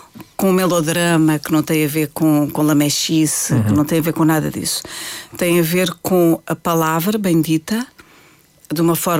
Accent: Portugal; eu sou portuguesa, eu não sou brasileira, e vou cantar em português.

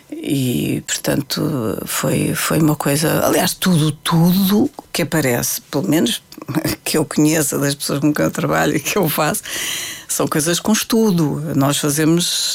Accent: Portugal; o próprio facto de eu ser portuguesa a cantar

